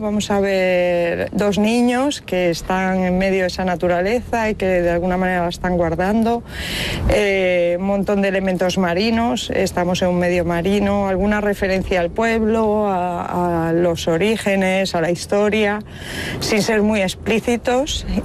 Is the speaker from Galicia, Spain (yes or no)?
yes; Baiona, Galicia, Spain; Yo soy de Bayona